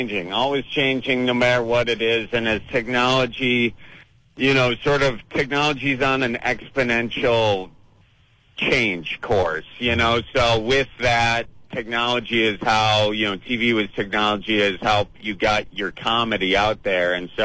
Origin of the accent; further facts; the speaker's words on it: Wisconsin, United States; accent: Wisconsin; You got a Wisconsin accent.